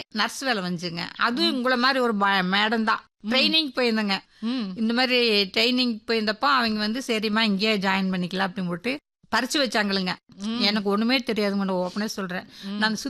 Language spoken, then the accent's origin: Tamil; Tamil Nadu, India; சொந்த ஊரே நம்பி, நாங்க பிறந்து வளர்ந்தே நம்பி இருந்தேன்.